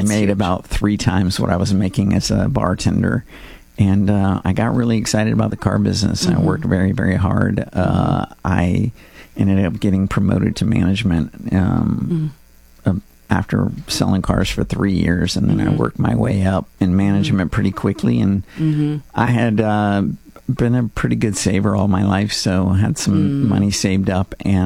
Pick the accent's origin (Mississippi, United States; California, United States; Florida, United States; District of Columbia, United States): Florida, United States; Tampa; That's where I was born, and I grew up in Tampa.